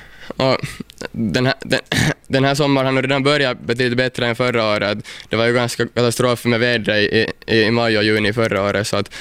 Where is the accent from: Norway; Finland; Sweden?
Finland; Pargas, Southwest Finland; jag är nog hemma från Mielisholm, och min faffa är faktiskt hemma här från Kirjais också, så att jag är nog hela min släkt här ifrån regionen